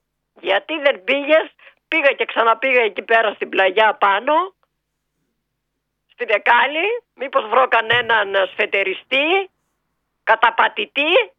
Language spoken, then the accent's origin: Greek; Ioannina, Epirus, Greece; τρελαίνομαι για τα Γιάννενα, καλά δεν πέφτω κάτω, καθόλου, επειδή είναι η πατρίδα μου.